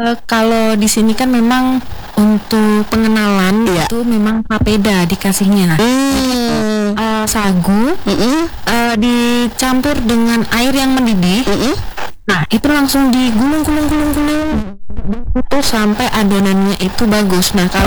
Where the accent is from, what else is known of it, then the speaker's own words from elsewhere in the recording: Central Java, Indonesia; now in Manokwari, Indonesia; Saya malah dari Jawa Tengah.